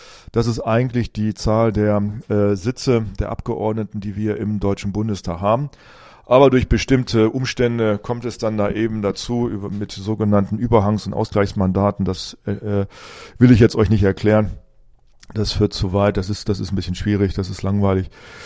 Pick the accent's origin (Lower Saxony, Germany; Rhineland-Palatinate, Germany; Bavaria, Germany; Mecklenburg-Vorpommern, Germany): Lower Saxony, Germany; Hameln; Es war so schön dabei zu sein, dass diese echten Menschen zu sehen, Menschen aus meiner Heimatstadt, aus Hameln.